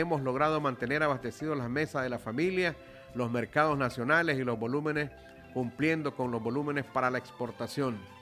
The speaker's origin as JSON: {"language": "Spanish", "country": "Nicaragua", "said": "porque el pueblo nicaragüense, este pueblo nuestro, tan valiente"}